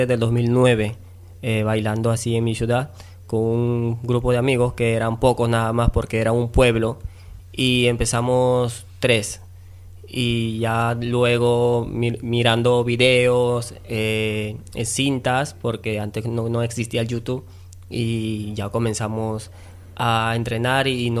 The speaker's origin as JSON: {"language": "Spanish", "town": "Trujillo", "region": "La Libertad", "country": "Peru", "said": "Yo soy de Perú."}